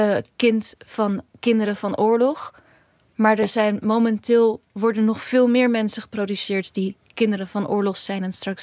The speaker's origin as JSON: {"language": "Dutch", "town": "Rotterdam", "region": "South Holland", "country": "Netherlands", "tie": "born or raised there", "also_born_or_lived": "Gorinchem", "said": "toen naar Rotterdam-Zuid. Daar ben ik ook geboren. Ik ben in Gorinchem geboren. Maar we zijn zo vroeg, toen ik 2 was, was ik daar al. Dus voor mij ben ik in Rotterdam geboren."}